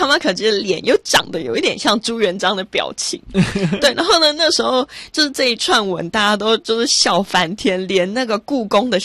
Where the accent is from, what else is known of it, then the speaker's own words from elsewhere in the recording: Taiwan; 对，可是我身为一个台湾人，竟然现在才认识它。